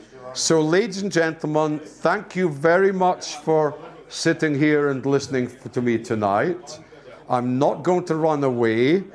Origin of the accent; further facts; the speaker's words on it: Scotland, United Kingdom; So we say in Scotland, we have our own old language, the Gaelic.